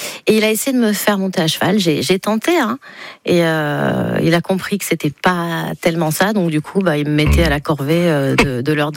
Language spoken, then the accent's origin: French; Nice, Provence-Alpes-Côte d'Azur, France; Je suis du Sud. Et je sais à peine nager. Je suis niçoise.